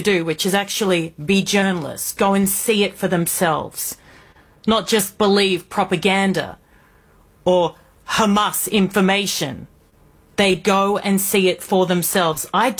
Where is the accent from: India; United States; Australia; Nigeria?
Australia; I'm an Australian journalist, a host